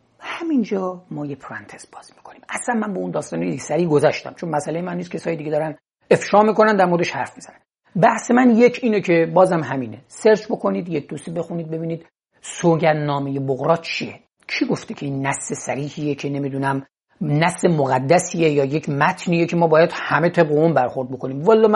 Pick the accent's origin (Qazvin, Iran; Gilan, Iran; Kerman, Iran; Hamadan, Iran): Gilan, Iran; من به عنوان یک گیلانی چشم باز کردم